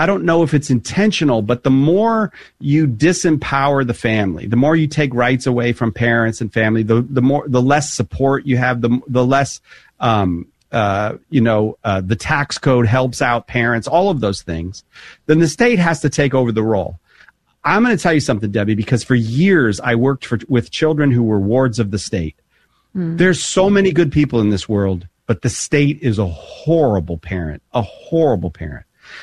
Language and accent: English; Boston, Massachusetts, United States; You know, as an Irish Catholic, Boston Irish Catholic family, we showed emotion as well.